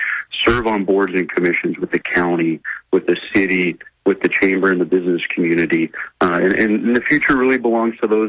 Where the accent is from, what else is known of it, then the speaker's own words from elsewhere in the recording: Oregon, United States; I grew up in Southern Oregon